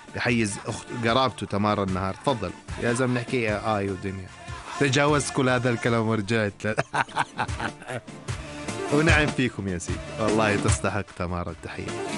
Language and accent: Arabic; Jordan